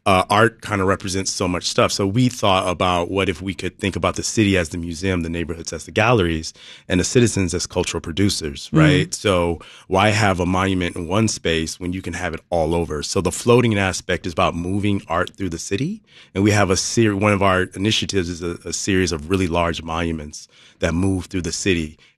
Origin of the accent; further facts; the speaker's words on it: Chicago, Illinois, United States; I also love the neighborhoods. I'm from Chicago, so it's real important to spread that out